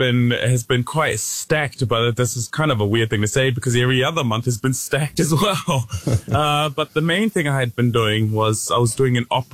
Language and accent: English; New Zealand; moved away as an adult; also born or lived in Samoa / South Auckland / San Francisco; now in Paris, France; I think being from New Zealand, you're kind of like, I got to seize the opportunity, you know, as a Kiwi